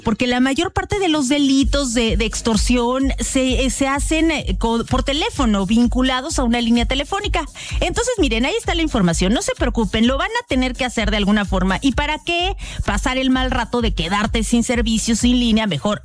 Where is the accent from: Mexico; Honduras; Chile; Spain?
Mexico; Oye, y como buen mexicano, al último momento